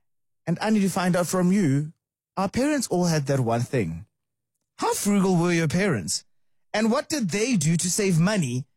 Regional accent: Brackenhurst, Gauteng, South Africa; And also, I grew up in Brackenhurst, Bracken Downs, so we had all those shopping stores over there.

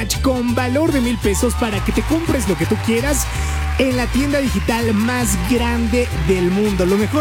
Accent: Mexico; decimos nos vamos a vestir como mexicanos

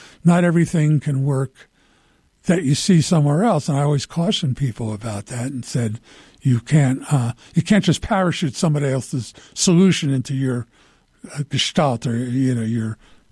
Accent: Philadelphia, Pennsylvania, United States; I mean, so I grew up in Philadelphia around Quakers.

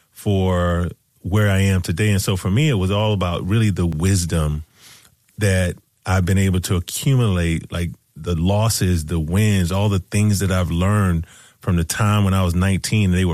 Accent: Georgia, United States; My family's in Georgia, and a lot of friends I grew up are in Georgia.

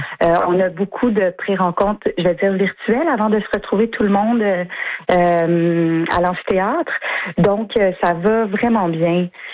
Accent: Danville, Quebec, Canada; moved away; mon village natal. Danville. La série a été en partie tournée à Danville. Puis moi, je viens de là. Toute ma famille est encore là.

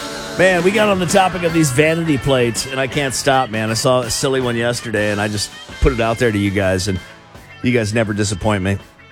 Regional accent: Florida, United States; I'm from Florida, and we would have one like that down there.

